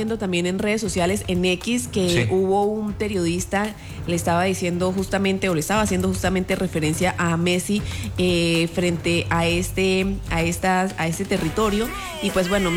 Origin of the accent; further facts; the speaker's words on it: El Carmen, Norte de Santander, Colombia; born there; moved away; Hoy mi pueblo está cumpliendo 340 años de fundación, el Carmen Norte de Santander.